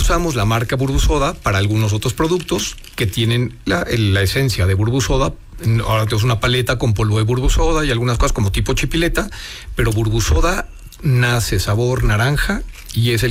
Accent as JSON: {"language": "Spanish", "region": "Puebla", "country": "Mexico", "said": "realmente como poblanos, comiendo mole, que es chocolate con salado, pues estamos un poco más adelante."}